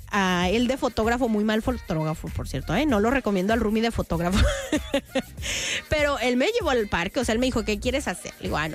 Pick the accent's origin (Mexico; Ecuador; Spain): Mexico; Tijuana, Baja California; De mi casa de donde crecí, en Otay.